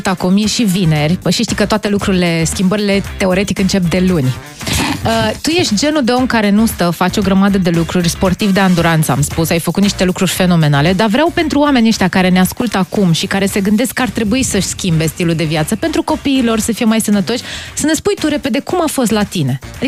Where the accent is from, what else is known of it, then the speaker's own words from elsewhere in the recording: Brașov, Brașov County, Romania; suntem amândoi din Brașov